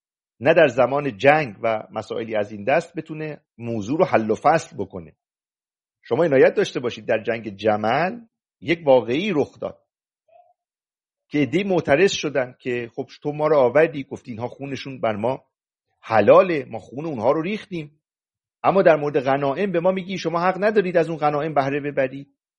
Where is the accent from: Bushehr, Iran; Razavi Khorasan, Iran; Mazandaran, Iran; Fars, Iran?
Mazandaran, Iran